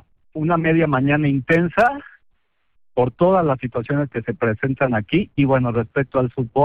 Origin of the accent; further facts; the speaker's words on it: Mexico; como mexicano, pues bueno, pues que gane México.